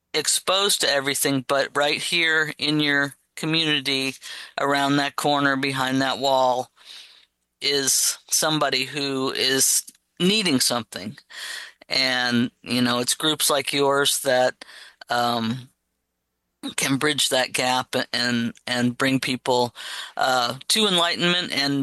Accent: Missouri, United States; now in Columbia, United States; growing up in Missouri.

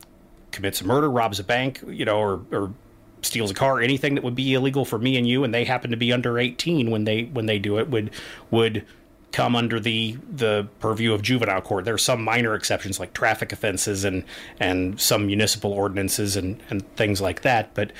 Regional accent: Columbia, United States; But I grew up here in Columbia.

